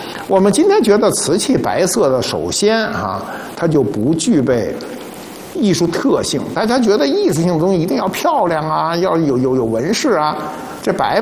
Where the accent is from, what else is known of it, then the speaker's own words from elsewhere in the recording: China; 对我们中国人而言